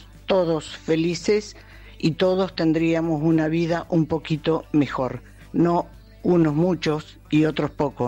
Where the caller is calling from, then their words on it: Argentina; mi humilde opinión como argentina, y tengo muchos años acumulados